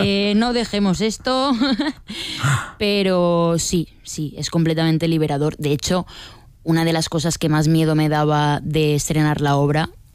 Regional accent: Cullera, Valencian Community, Spain; Yo empecé en el Ateneo Musical de Cullera, de mi pueblo

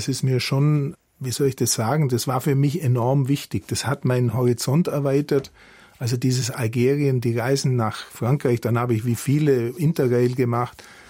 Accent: Vöhringen, Bavaria, Germany; born or raised there; also born or lived in Ulm

